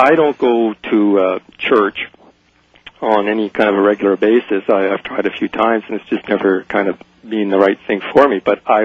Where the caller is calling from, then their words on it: Vancouver, British Columbia, Canada; I'm calling you from Vancouver, B.C., 1410 C-Fund. It's where I listen to you.